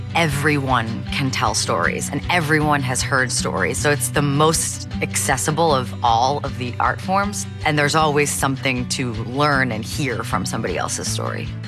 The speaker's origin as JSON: {"language": "English", "town": "Wilmington", "region": "Delaware", "country": "United States", "tie": "born or raised there", "moved": "yes", "lives_now": "Brooklyn, New York, United States", "said": "I grew up in Wilmington, Delaware, but now I live in Brooklyn, New York"}